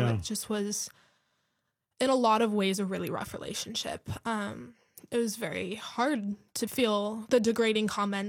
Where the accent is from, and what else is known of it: Bend, Oregon, United States; born or raised there